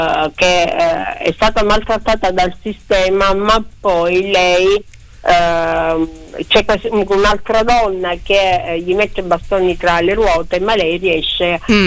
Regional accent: Sicily, Italy; Io sono siciliana, vengo da una tradizione familiare molto, sai

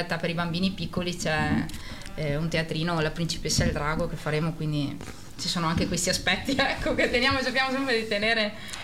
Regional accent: Veneto, Italy; moved away; io che sono veneta

